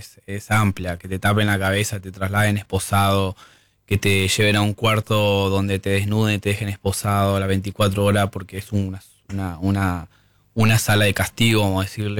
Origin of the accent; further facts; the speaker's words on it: Argentina; estoy en mi país, pero bueno, estoy protegido. No puedo decir que no hay inseguridad en Argentina, ¿no?